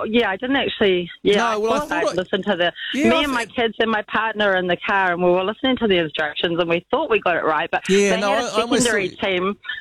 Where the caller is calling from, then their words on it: New Zealand; Yeah, I'm from New Zealand